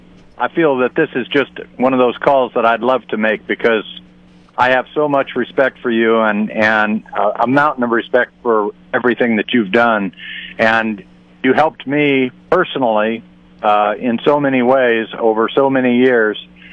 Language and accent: English; California, United States; I grew up in Southern California